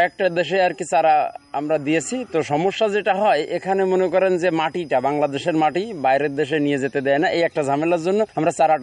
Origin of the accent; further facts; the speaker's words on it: Dumuria, Khulna Division, Bangladesh; আমার বাড়ি খুলনা জেলা ডুমুরিয়া উপজেলা।